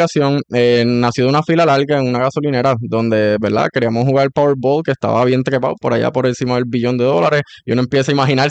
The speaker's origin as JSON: {"language": "Spanish", "town": "Toa Alta", "country": "Puerto Rico", "also_born_or_lived": "Mayagüez", "said": "primero que nada, soy de Toa Alta y de Mayagüez. Se me hace difícil escoger entre esas dos."}